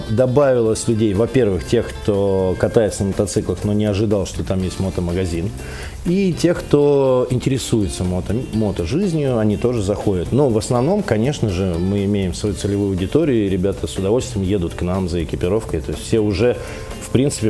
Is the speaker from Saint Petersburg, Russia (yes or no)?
yes; Saint Petersburg, Russia; now in Moscow, Russia; я как петербуржец, живущий в Москве